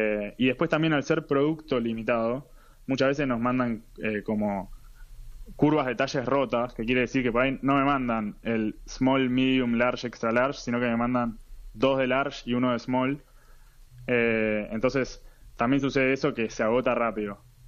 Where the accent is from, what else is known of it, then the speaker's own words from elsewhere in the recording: Buenos Aires, Argentina; Sí, somos de Buenos Aires.